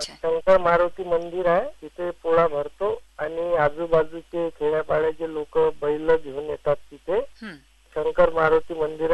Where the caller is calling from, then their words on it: Badnera, Maharashtra, India; माझ्या बडनेरा येथे काही नवी वस्ती आहे, बडनेरा नवी वस्ती, इथे आठवडी बाजार आहे, शंकर मारुती मंदिर आहे आमच्या बडनेराला